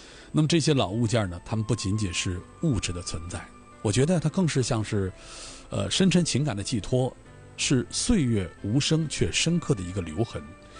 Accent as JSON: {"language": "Chinese", "town": "Shenyang", "region": "Liaoning", "country": "China", "tie": "born or raised there", "moved": "yes", "said": "我老家沈阳的，"}